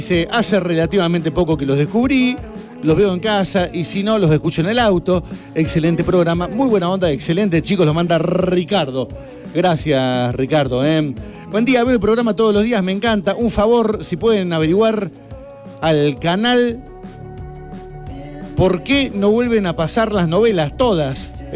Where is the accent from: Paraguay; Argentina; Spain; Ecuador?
Argentina; Para nosotros los argentinos, son argentinas.